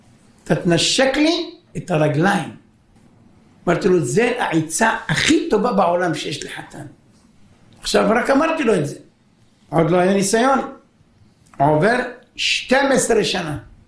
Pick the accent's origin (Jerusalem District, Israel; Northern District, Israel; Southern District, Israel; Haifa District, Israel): Haifa District, Israel; Haifa; אני בא להורים שלי גרו בחיפה. אני בא מחיפה.